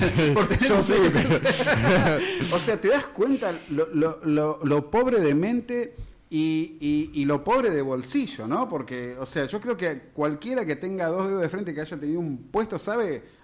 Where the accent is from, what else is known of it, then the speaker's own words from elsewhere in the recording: Argentina; Acá se trata de que somos argentinos.